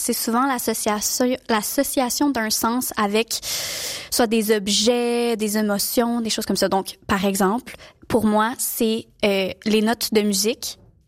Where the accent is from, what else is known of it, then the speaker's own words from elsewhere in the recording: Montreal, Quebec, Canada; je viens de Montréal.